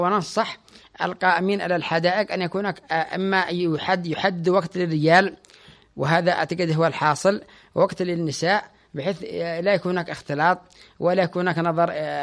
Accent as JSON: {"language": "Arabic", "region": "Tihama", "country": "Yemen", "said": "كان عندنا في تهامة"}